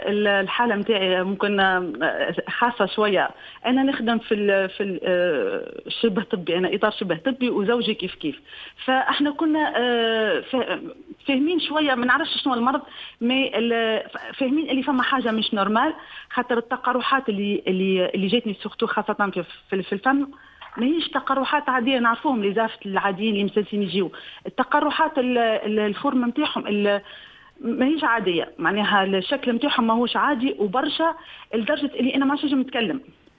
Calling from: Nabeul, Nabeul Governorate, Tunisia

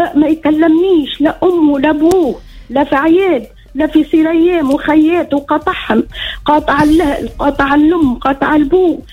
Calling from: Sfax, Sfax Governorate, Tunisia; من صفاقس.

